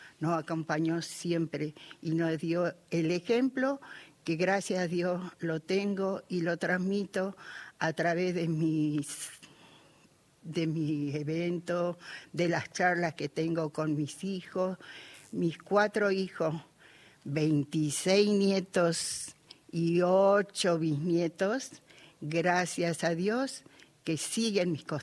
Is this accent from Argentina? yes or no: yes; Las Capillas, Jujuy, Argentina; Tengo el orgullo de decir que nací en la hermosa localidad de Las Capillas, hace 75 años.